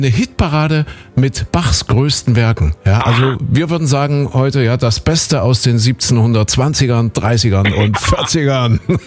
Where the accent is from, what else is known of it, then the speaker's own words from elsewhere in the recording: Köthen, Saxony-Anhalt, Germany; ich komme ja aus Kuhköthen, aus dem schönen Sachsen-Anhalt gebürtig.